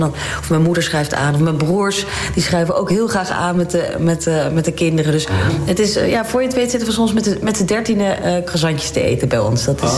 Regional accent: Leiden, South Holland, Netherlands; ik ben in Leiden geboren. Ja. En getogen

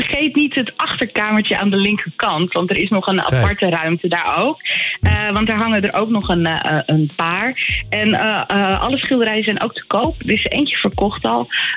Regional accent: Zandvoort, North Holland, Netherlands; now in Bakkum, Netherlands; ik ben in Zandvoort opgegroeid en niet in een gewone staat, maar wij woonden in het Duin.

